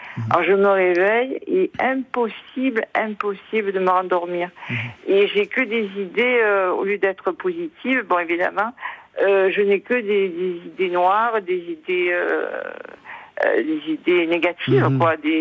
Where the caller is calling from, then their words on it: Marseille, Provence-Alpes-Côte d'Azur, France; J'appelle des Bouches-du-Rhône. Marseille